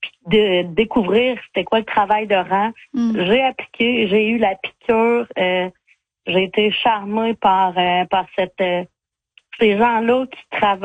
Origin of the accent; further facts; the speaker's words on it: La Pocatière, Quebec, Canada; moved away as an adult; now in Centre-du-Québec, Canada; Moi, je viens du Bas-Saint-Laurent, la Pocatière, très agricole. Donc, mes grands-parents avaient une ferme, tout le monde avait des fermes, mes oncles et tout.